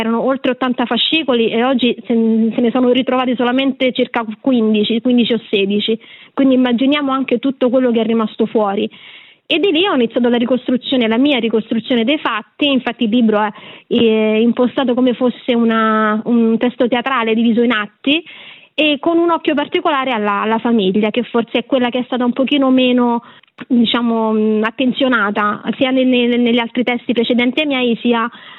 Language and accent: Italian; Rome, Lazio, Italy; camminando sotto, sono di Roma, sotto Castel Sant'Angelo